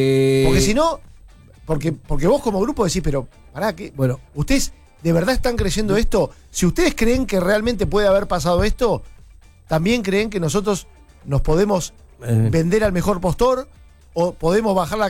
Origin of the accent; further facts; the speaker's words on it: Argentina; somos argentinos